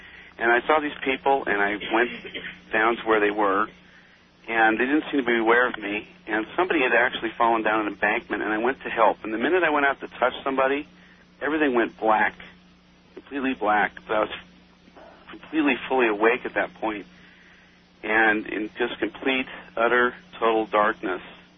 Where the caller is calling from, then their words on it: Los Angeles, California, United States; I'm in Los Angeles.